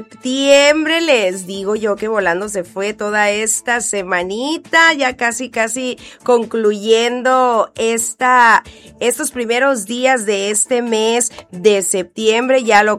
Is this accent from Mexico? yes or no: yes; Mexico